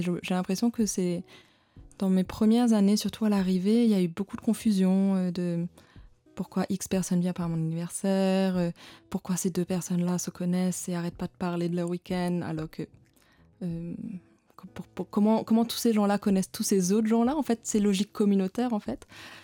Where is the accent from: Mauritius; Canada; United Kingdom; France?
Mauritius; Tamarin, Black River; also born or lived in Germany; moi, j'ai grandi beaucoup, j'ai l'impression vraiment... là où j'habite en fait et quand on est jeune j'habite, j'ai l'impression que ma vie était entre là où j'habite à Tamarin